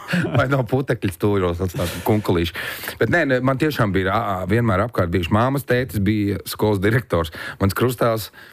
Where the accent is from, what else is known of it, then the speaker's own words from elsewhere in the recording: Tērvete, Dobele Municipality, Latvia; Jā, tas skaitās Kroņauce, bet tā vieta ir agrofirma Tērvete. Nu, tur, kur alu ražo.